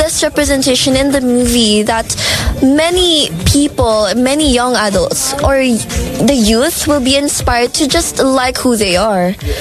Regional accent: Philippines

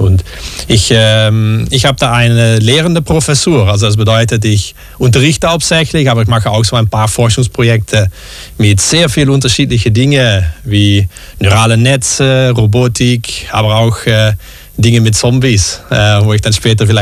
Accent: Netherlands; German is a second language; ich bin Niederländer, da fange ich immer mit an, weil deswegen ist mein Deutsch ein bisschen komisch

